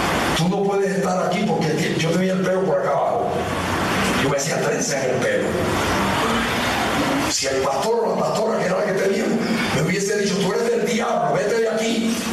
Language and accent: Spanish; Puerto Rico; Así somos nosotros los puertorriqueños, ¿saben?